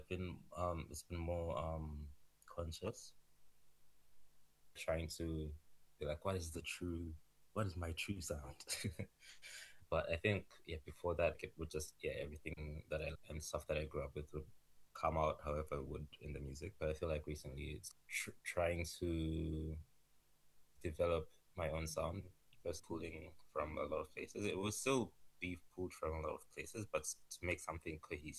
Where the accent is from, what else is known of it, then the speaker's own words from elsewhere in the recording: Malawi; moved away as an adult; Yeah, so I'm Zambian. Both my parents are Zambian, and then I grew up in Malawi. I moved here when I was 19 or 20.